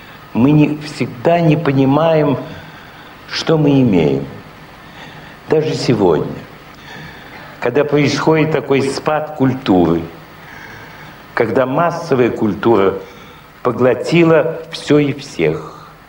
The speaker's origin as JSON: {"language": "Russian", "region": "Moscow", "country": "Russia", "tie": "born or raised there", "also_born_or_lived": "Baku", "said": "я родился в Баку, всю жизнь прожил в Москве. 2 года жил в Соединенных Штатах."}